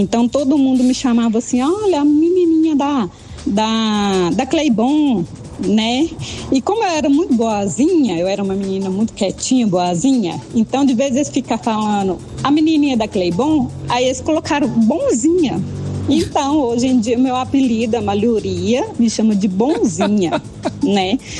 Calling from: Sete Lagoas, Minas Gerais, Brazil; eu sou aqui de Sete Lagoas.

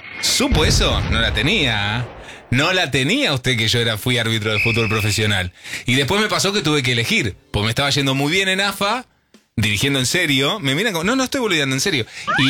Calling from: Lezama, Buenos Aires Province, Argentina; de Lezama. ¿Sabés que los otros días empezamos a hablar con mi marido de irnos a algún lugar? Nosotros somos de un pueblito y ya estamos jubilados.

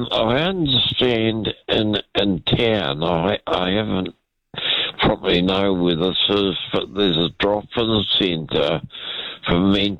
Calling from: Christchurch, Canterbury, New Zealand; it's cold down here in Christchurch.

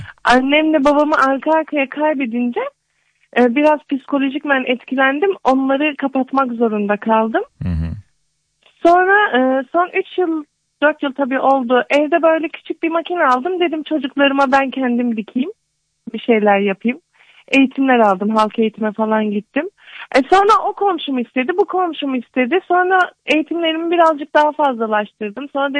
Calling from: Çorlu, Tekirdağ, Turkey; Tekirdağ Çorlu'dan arıyorum.

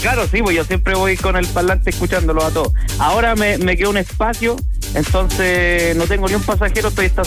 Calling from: Maipú, Santiago Metropolitan Region, Chile; Mira, en Maipú, somos de Maipú.

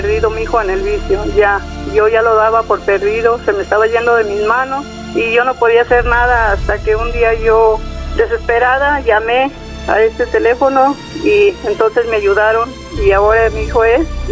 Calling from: Cuquío, Jalisco, Mexico; llamo de Cuquío.

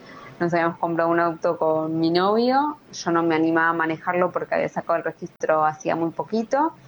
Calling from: Buenos Aires, Argentina; de Paternal.

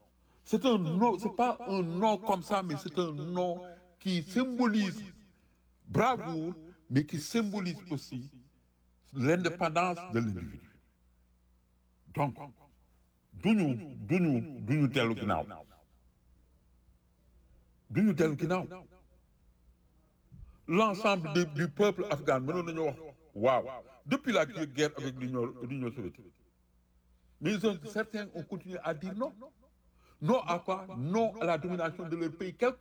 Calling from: Senegal; Nous aussi, en tant que Sénégalais

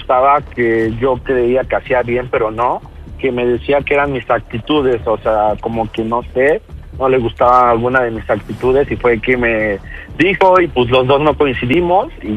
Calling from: State of Mexico, Mexico; Tengo 17 años y soy del Estado de México.

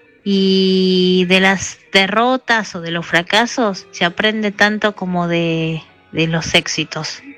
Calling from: Caballito, Buenos Aires, Argentina; Los abrazo a todos … de Caballito, gracias.

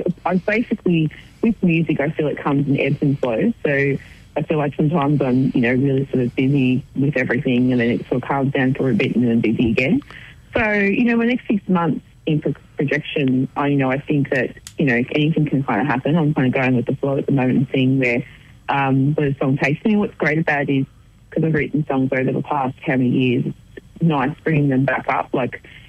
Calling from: Melbourne, Victoria, Australia; Melbourne.

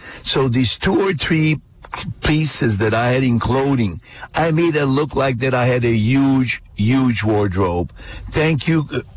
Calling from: Toronto, Ontario, Canada; I was from Toronto.

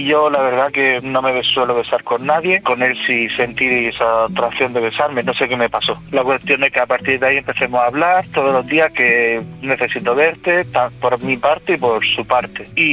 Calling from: Torrevieja, Valencian Community, Spain; Él vive en Málaga y yo vivo en Torrevieja.

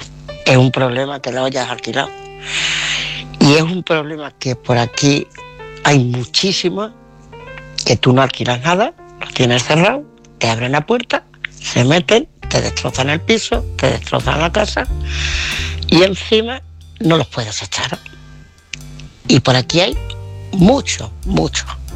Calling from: Ciudad Real, Castilla-La Mancha, Spain; de Ciudad Real.

